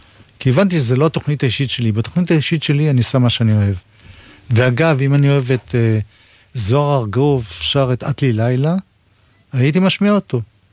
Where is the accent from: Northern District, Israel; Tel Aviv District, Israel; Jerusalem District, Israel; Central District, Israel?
Jerusalem District, Israel; Jerusalem; אני ירושלמי מבית הרוס. בסדר, תקראי לי זה, כי במקרה גרתי ברחביה.